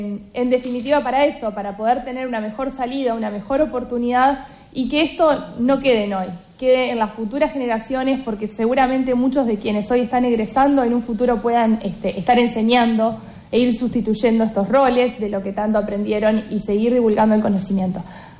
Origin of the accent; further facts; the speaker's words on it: Colonia del Sacramento, Colonia, Uruguay; esta generosidad que nos caracteriza a quienes somos de Colonia